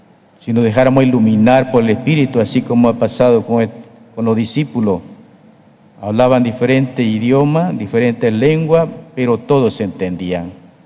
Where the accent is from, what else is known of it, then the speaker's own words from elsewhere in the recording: Bolivia; Queremos vivir como bolivianos que somos